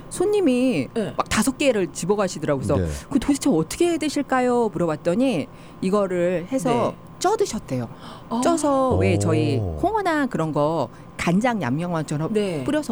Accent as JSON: {"language": "Korean", "country": "South Korea", "said": "저는 이제 한국 사람인지라 네. 깊은 맛 좋아하잖아요 저희는."}